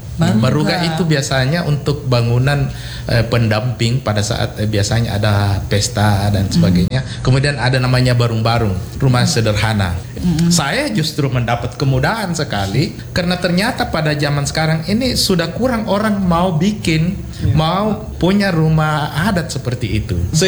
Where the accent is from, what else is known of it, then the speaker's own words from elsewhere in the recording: Galesong, South Sulawesi, Indonesia; Jadi kalau belakangan ada yang tanya kamu orang apa, saya orang Galesong.